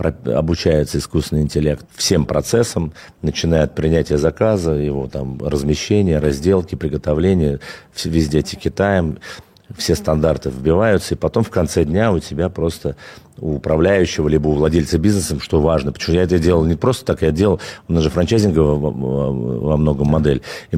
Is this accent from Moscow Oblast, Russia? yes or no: yes; Khimki, Moscow Oblast, Russia; Слушай, я родился в Химках, это Подмосковье, на левом берегу, в частности, это такой подмосковный район, прям сразу за кольцевой дорогой.